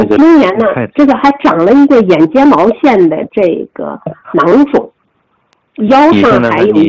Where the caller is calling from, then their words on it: Taizhou, Zhejiang, China; 我是来自于浙江台州的